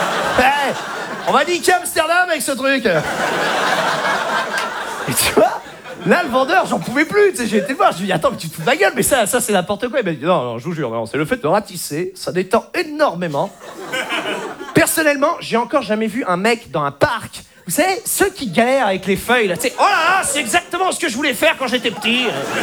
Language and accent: French; Normandy, France; Moi, à la base, je viens de Normandie. Hein. Je le dis pour ceux qui n'ont pas lu ma page Wikipédia. Et quand je suis parti de chez moi, le magasin n'était pas développé là-bas.